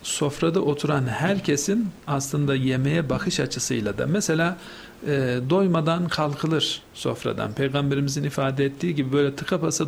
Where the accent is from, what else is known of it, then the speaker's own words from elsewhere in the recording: Anatolia, Turkey; ben küçük bir Anadolu şehrinde doğdum, büyüdüm.